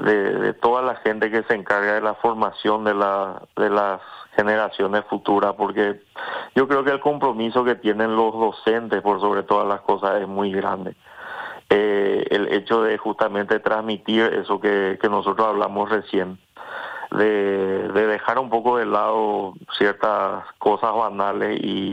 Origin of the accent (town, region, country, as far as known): Paraguay